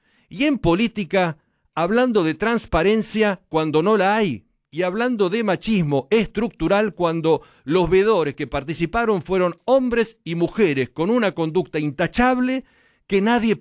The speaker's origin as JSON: {"language": "Spanish", "country": "Argentina", "said": "yo soy argentino como todos"}